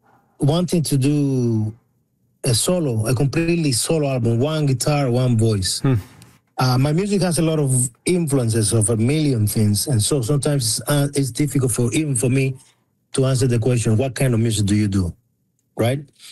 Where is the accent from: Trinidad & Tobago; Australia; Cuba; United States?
Cuba; okay, I'm from Cuba, okay, I play, you know, all kinds of music, whatever